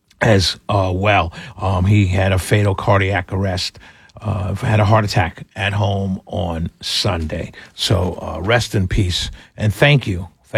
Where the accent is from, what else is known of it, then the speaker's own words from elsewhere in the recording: New York City, New York, United States; growing up in New York City, this show was on aired between 1979 and 1985